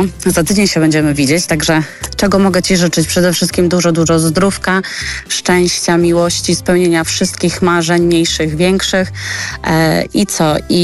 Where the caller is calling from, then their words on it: Mława, Masovian Voivodeship, Poland; już jakby z Mławy, ale aktualnie znajdujemy się nad Polskim Morzem w Jastrzębiej Górze.